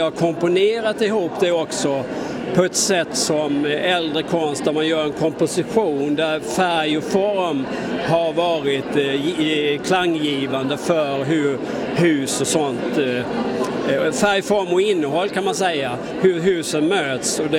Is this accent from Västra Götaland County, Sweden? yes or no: no; Karlskrona, Blekinge, Sweden; jag är själv från Karlskrona, som är en väldigt vacker stad.